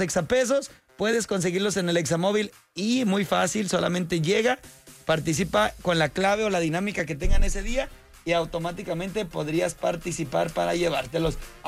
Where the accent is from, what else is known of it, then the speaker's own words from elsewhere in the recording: Yucatán, Mexico; ¿Cómo te das cuenta que yo soy de Yucatán, carnal?